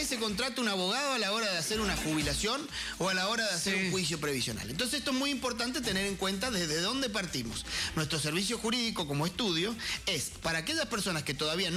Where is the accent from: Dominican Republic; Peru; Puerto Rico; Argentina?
Argentina; nosotros somos argentinos.